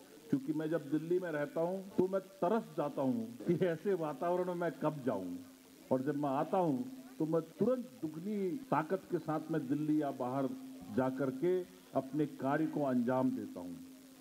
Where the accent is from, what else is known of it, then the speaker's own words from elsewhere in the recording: Uttarakhand, India; born there; हम लोग बहुत सौभाग्यवान हैं कि पहले हमारा जन्म भारत में हुआ है और उससे भी ज्यादा हम लोग बहुत ही सौभाग्यवान हैं कि हमारा जन्म कुमाऊं की सुंदर वादियों में हुआ है।